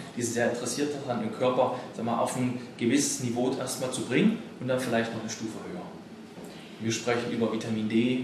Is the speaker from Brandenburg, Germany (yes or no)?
no; Halle, Saxony-Anhalt, Germany